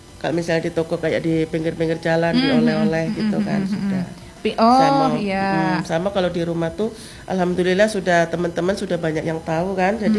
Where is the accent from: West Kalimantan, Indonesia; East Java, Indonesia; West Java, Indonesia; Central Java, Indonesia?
Central Java, Indonesia; Kebumen; now in Jambi, Indonesia; kalau di Kebumen itu kan di kampung saya.